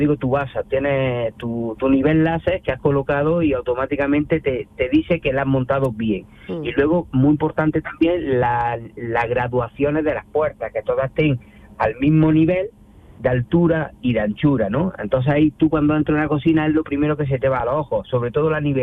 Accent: Granada, Andalusia, Spain; Somos de Granada.

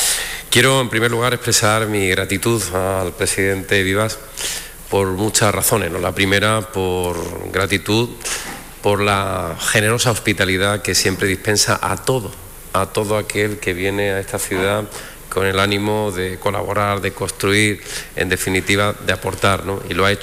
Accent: Andalusia, Spain; como andaluz y como español.

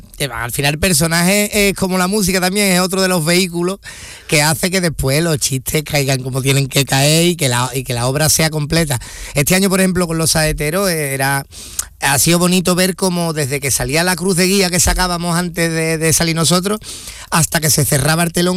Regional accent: Seville, Andalusia, Spain; Pues yo es que también soy muy de Sevilla

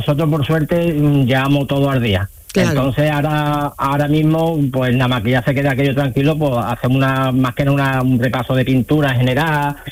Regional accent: Andalusia, Spain; aunque yo siempre soy de Canal Sur, por mi tierra

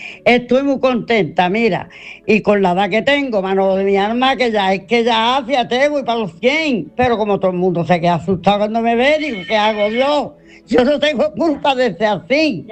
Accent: Andalusia, Spain; porque soy una andaluza y quiero Andalucía entera, España y todos los sitios que he estado yo

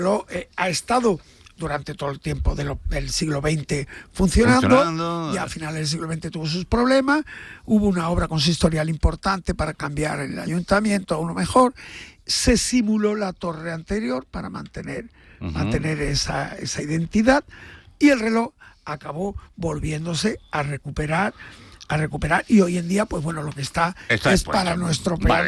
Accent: Pilas, Andalusia, Spain; born there; el de Pilas, que es mi pueblo

